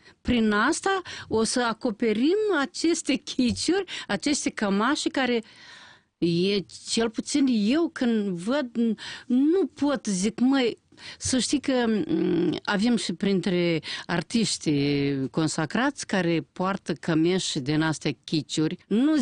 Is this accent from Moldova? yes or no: yes; Moldova; la noi la sud